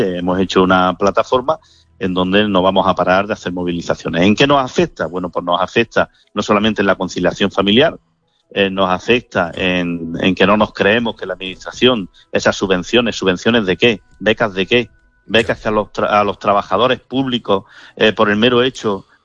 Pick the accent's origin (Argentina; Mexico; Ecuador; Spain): Spain; Torres de Albanchez, Andalusia; Mi pueblo es Torres de Arbanchés